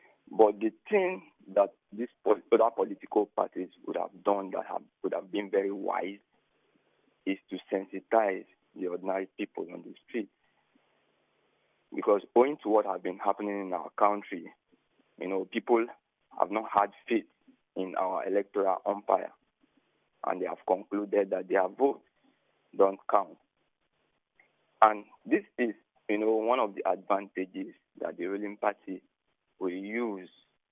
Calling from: Rivers, Nigeria; I'm from River State.

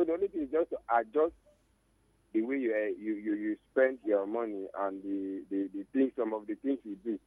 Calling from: Ihiala, Anambra, Nigeria; I'm calling you from Asia in Chapaco.

